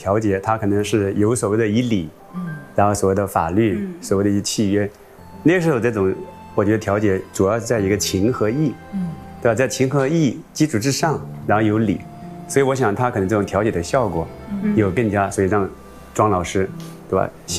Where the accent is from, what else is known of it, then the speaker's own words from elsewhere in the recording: China; 我觉得我们中国人又有中华传统美德